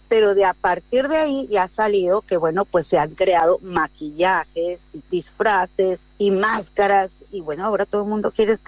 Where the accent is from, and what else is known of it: Mexico